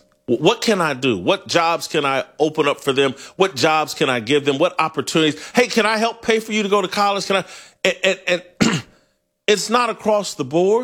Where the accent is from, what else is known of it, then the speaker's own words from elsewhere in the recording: Indianapolis, Indiana, United States; I'm from Indianapolis. I'm an Indiana Fever fan. And yes, I'm black.